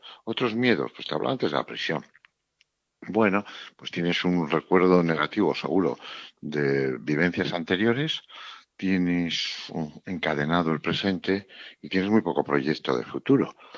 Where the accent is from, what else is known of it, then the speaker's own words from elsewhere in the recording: Navarre, Spain; born there; yo que nací en Navarra y he corrido encierros